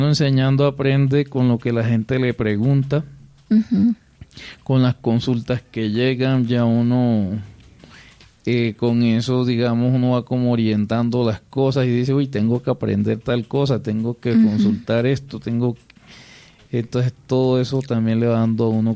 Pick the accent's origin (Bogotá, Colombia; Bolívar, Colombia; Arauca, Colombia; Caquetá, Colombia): Bolívar, Colombia; Arjona; pues yo soy de Arjona a Bolívar, yo iba desplazándome de Arjona hacia Cartagena para la universidad